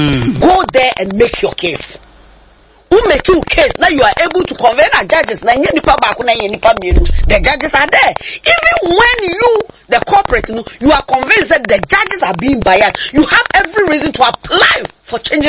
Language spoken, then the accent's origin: English; Ghana; And then no ni ayi hu no meme de again as a Ghanaian.